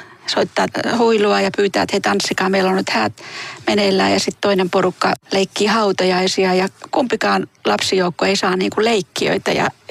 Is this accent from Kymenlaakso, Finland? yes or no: yes; Kotka, Kymenlaakso, Finland; Yksi tuttu naapuri aikanaan Kotkassa, josta mä oon kotoisin